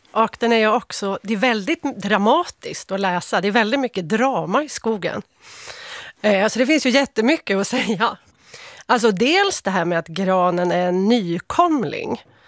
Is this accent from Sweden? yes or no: yes; Västerbotten County, Sweden; Jag växte upp i Västerbotten.